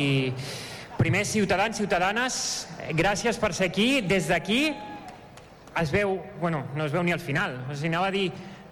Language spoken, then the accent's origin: Catalan; El Masnou, Catalonia, Spain; born there; also born or lived in United States; now in Badalona, Spain; jo vaig néixer a Masnou, per tant no sóc badaloní de naixement, però sóc badaloní de decisió. Jo vaig viure 12 anys a Estats Units i per mi tornar a casa és tornar a Badalona.